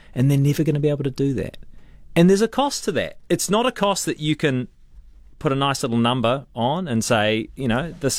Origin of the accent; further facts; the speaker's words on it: Australia; Yeah. But no, I'm an Australian.